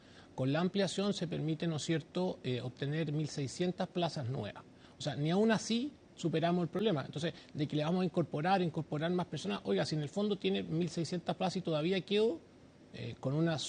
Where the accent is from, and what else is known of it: Chile